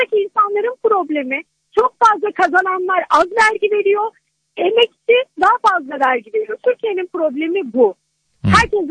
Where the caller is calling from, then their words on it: Germany; Almanya'da yaşıyorum. 15 yıldır Almanya'dayım.